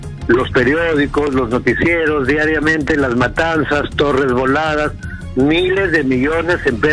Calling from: Motupe, Lambayeque, Peru; yo orgulloso de mi tierra, como le digo, panzas verdes, nos dicen, uh-huh. por la producción de palta.

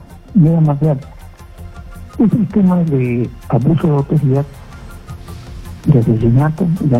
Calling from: Lima, Peru

